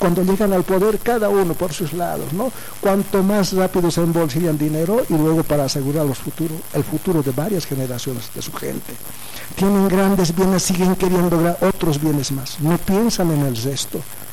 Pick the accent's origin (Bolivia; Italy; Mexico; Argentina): Bolivia; cómo nos hemos unido los bolivianos.